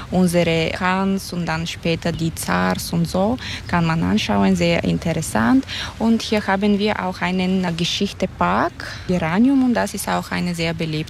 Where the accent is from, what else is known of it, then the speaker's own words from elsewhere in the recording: Sozopol, Burgas Province, Bulgaria; born there; German is a second language; Ich bin selbst in Sosopol geboren.